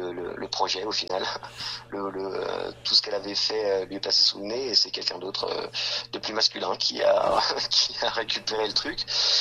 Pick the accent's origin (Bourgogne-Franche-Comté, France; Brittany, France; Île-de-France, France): Île-de-France, France; Bures-sur-Yvette; born there; also born or lived in Paris; Alors nous, on est de Paris et de Bures-sur-Yvette. Bures-sur-Yvette, c'est une petite ville qui est dans la vallée de Chevreuse.